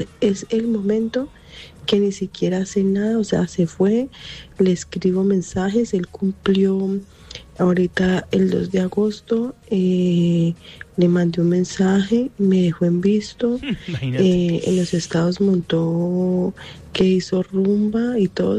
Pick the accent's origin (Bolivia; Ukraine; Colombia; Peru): Colombia; now in Spain; Mi prometido y yo somos colombianos, pero hace mucho tiempo vivimos aquí en España.